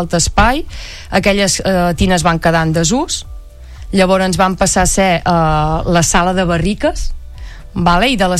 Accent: Capmany, Catalonia, Spain

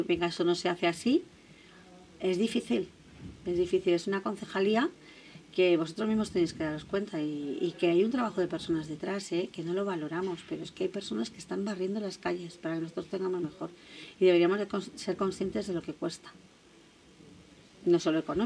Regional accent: Leganés, Community of Madrid, Spain; yo soy de Leganés

